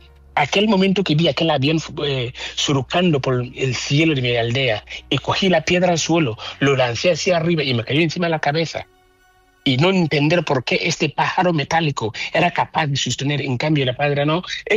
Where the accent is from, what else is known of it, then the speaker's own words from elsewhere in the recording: Ghana; now in Barcelona, Spain; llevo más años viviendo aquí en Cataluña y en Barcelona que en Ghana, en mi país natal.